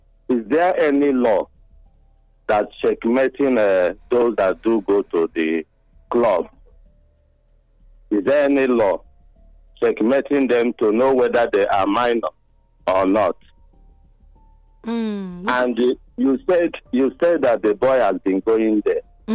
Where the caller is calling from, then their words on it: Benin City, Edo, Nigeria; I'm calling from Ekenwan.